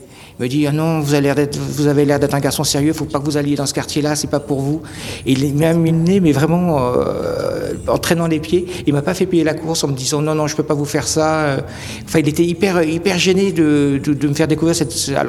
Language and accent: French; France; je me sentais presque un petit peu concerné en tant que Français par La Hacienda